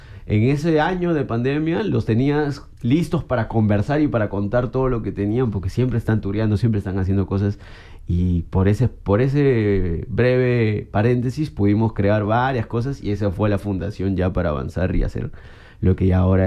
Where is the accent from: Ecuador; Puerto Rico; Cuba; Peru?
Peru; Lima; yo soy del Cono Norte, San Martín de Porres, y creo que es un espacio muy musical